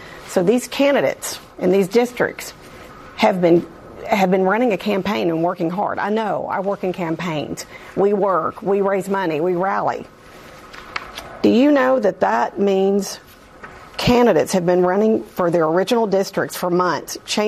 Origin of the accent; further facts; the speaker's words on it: Arkansas, United States; I grew up in Arkansas, a couple of hours away from Memphis. I would go to Memphis all the time. I love the area.